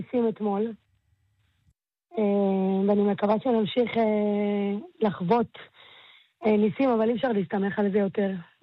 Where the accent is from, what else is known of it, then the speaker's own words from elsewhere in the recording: Nahariya, Northern District, Israel; אני לא מתכוונת לעזוב את נהריה ואני לא אעזוב את נהריה. נהריה עיר יפהפייה וטובה, גדלתי פה ואני מגדלת את הילדים.